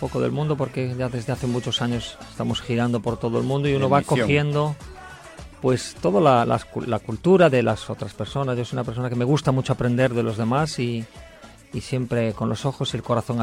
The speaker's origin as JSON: {"language": "Spanish", "region": "Galicia", "country": "Spain", "said": "Yo soy gallego, que es norte, noroeste de España, justo a la otra punta de Barcelona."}